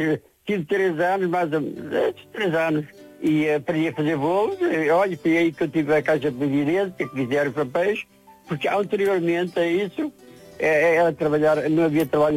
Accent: Braga, Norte, Portugal; moved away; also born or lived in Lisbon; Olha, da minha terra, de Braga, imigrei para Lisboa.

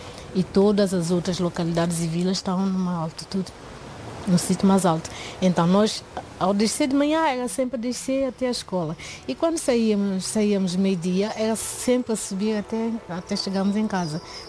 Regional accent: António Soares, São Tomé & Príncipe; born there; Eu nasci em São Tomé, mais precisamente em António Soares, que é uma pequena localidade lá em São Tomé.

